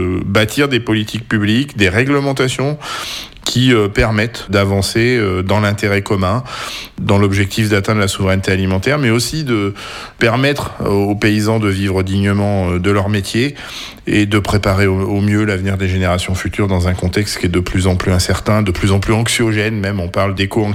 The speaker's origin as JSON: {"language": "French", "region": "Nouvelle-Aquitaine", "country": "France", "tie": "born or raised there", "said": "Ici, localement, on m'appellerait un galop-chenot, hein, dans le dialecte local. Moi, je suis né ici, dans le Marais, sur une zone de plaine aussi, et je suis né là, je suis tombé dedans quand j'étais petit."}